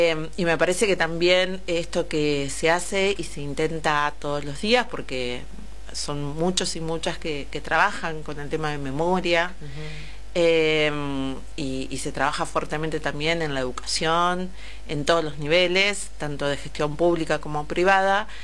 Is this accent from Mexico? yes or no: no; Argentina; Como argentinos y argentinas